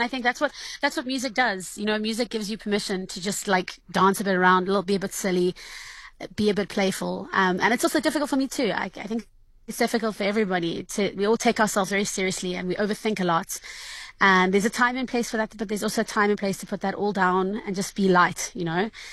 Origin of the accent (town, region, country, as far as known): South Africa; moved away